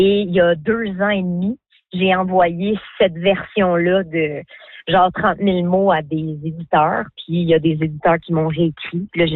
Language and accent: French; New Brunswick, Canada; les gens nous prennent pour des Québécois, mais tu sais, non, je viens de l'Acadie, du Nouveau-Brunswick.